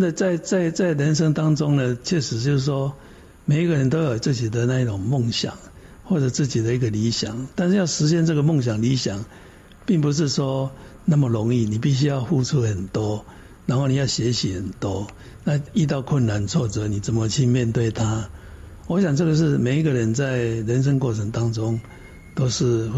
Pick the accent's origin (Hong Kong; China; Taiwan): Taiwan; 我们台湾人喜欢吃茶叶蛋